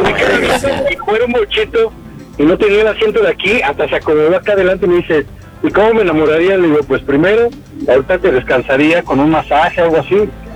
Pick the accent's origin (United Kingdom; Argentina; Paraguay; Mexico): Mexico; Coyoacán, Mexico City; now in León, Mexico; Ok, estoy en León, pero soy de Coyoacán, ¿ok?